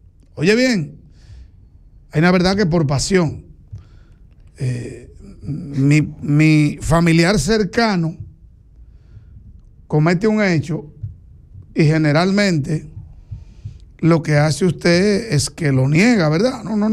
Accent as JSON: {"language": "Spanish", "town": "Enriquillo", "region": "Barahona", "country": "Dominican Republic", "tie": "born there", "said": "como ciudadano barahonero, que conozco a Gonzalo Castillo, que sus raíces son de mi pueblo, Enriquillo"}